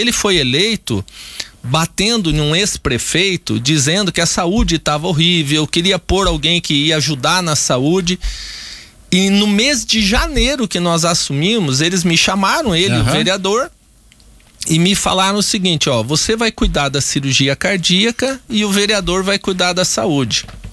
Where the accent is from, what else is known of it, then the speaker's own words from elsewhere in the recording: Paraná, Brazil; Mas eu sou paranaense